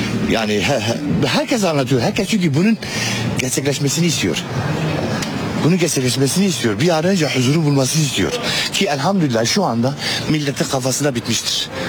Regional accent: Mardin, Turkey; Çünkü İstanbul'daki insan ben burada Mardinliyim. Benim orada da şeylerim var, yatırımlarım var.

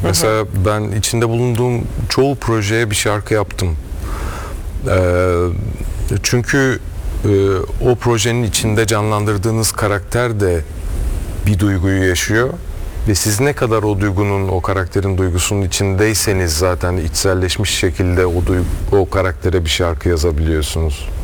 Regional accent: Aegean Region, Turkey; also born or lived in Milas, Turkey / İzmir, Turkey; now in Bodrum, Turkey; Ege'li gibi hissediyorum kendimi gerçekten. Çünkü ortaokulu ve üniversiteyi İzmir'de okudum. Milas'ta doğdum. Artık Bodrum'da yaşıyoruz. Ama hep Ege oldu hayatımda.

